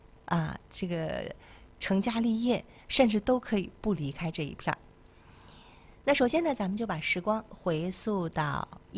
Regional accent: Jinzhou, Liaoning, China; 作为锦州人啊

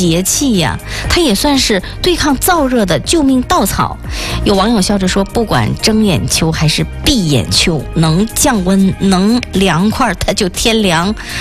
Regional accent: Northeast China, China; accent: Northeastern dialect; 咱们东北人都掰着手指头啊，盼这个日子的到来。

